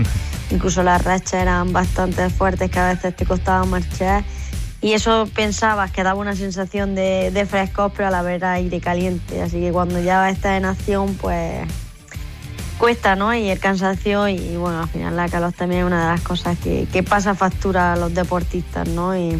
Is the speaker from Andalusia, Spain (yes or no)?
yes; Granada, Andalusia, Spain; Y para mí como granadina estar a una hora de casa, pues es especial